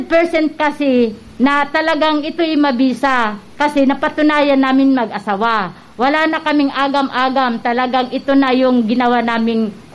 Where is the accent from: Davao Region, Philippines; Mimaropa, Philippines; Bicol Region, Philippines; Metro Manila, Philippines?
Bicol Region, Philippines; Bulan; Taga Zone 8, Bulan Sorsogon.